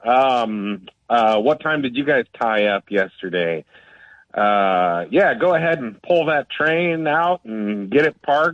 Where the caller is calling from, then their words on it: Omaha, Nebraska, United States; I am from Omaha, Nebraska.